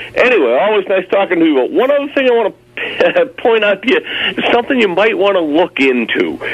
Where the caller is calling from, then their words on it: Massachusetts, United States; I'm from Massachusetts, as you know.